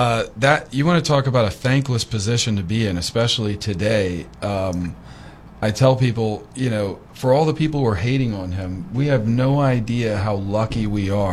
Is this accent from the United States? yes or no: yes; United States; this is me speaking as an American